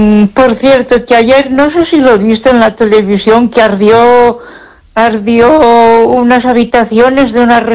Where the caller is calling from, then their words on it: Ponferrada, Castile and León, Spain; Buenas noches, Esther. Soy … de Ponferrada.